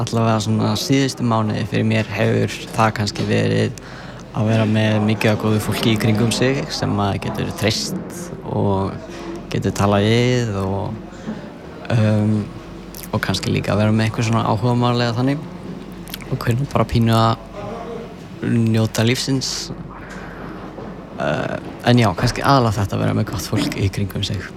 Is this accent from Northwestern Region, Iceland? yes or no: yes; Sörbær, Northwestern Region, Iceland; Vatnsnes, þetta er nes bara fyrir ofan Hvammstanga eiginlega, þess að norðara Hvammstanga. Og ég er frá Sörbæ á Vatnsnesi.